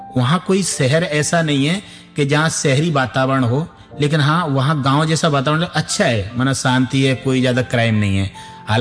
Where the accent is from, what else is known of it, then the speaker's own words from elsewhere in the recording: Rajasthan, India; ये हमारा गांव पड़ता है धौलपुर डिस्ट्रिक्ट में मनिया के पास, एक चैना का पूरा गाँव है।